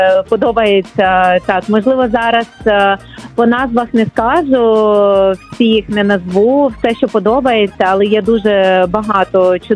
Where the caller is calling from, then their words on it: Lviv, Lviv Oblast, Ukraine; Я живу в місті Львів.